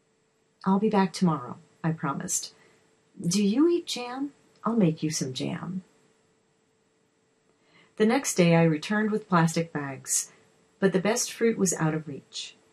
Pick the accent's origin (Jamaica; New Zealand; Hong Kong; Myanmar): Hong Kong; moved away as an adult; now in California, United States; This was a serious issue for me after I moved to California from Hong Kong, where there are no yards at all.